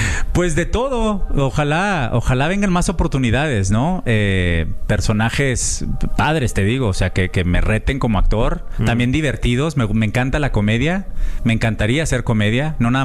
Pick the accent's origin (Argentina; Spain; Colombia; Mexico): Mexico; Monterrey, Nuevo León; No, digo, amo mi tierra, pero no, pues digo...